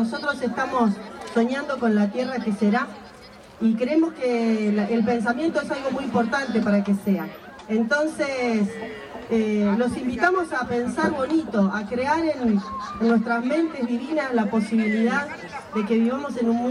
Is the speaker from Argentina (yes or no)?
no; Neptunia, Canelones, Uruguay; nosotros venimos de Neptunia, de un planeta que queda un poco más allá, en la costa, que también es parte de Canelones.